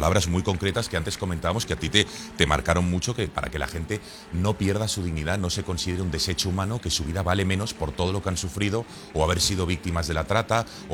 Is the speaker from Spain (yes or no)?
yes; Spain; me preguntabas antes como español cómo siento este viaje